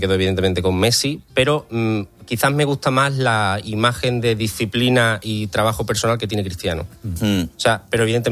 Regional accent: Azuaga, Extremadura, Spain; O sea, si se enfrenta al equipo de mi pueblo, que es Azuaga, contra...

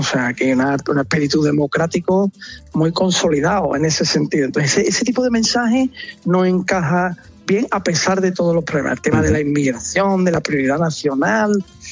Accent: Seville, Andalusia, Spain; No, yo soy sevillano.

